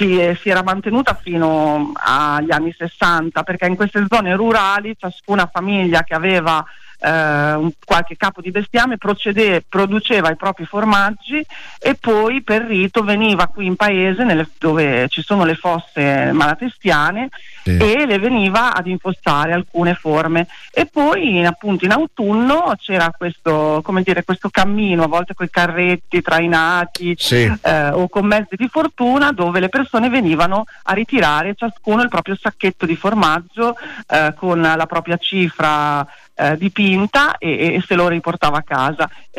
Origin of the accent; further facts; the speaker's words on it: Emilia-Romagna, Italy